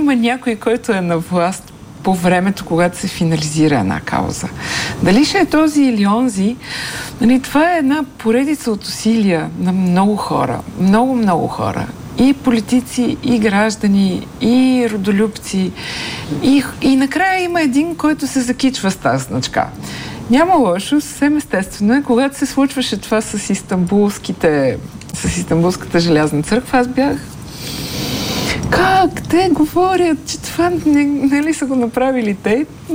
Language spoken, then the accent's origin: Bulgarian; Plovdiv, Plovdiv Province, Bulgaria; като една пловдивчанка ще кажа